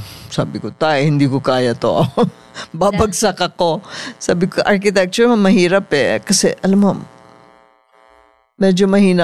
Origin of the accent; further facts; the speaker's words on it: Parañaque, Metro Manila, Philippines; Kasi napakadaming batang kalye dito sa Pilipinas. Lalo na sa Paranaque, dahil taga Paranaque po kami.